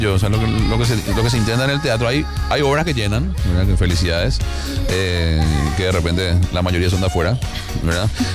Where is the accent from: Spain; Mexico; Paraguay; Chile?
Paraguay; es imposible hacer teatro de revista en Paraguay con el toque bonaerense, porque no somos argentinos.